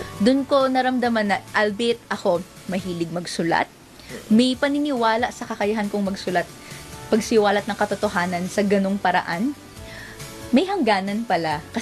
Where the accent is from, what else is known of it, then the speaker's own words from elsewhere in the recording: Malabon, Metro Manila, Philippines; taga Malabon po ako.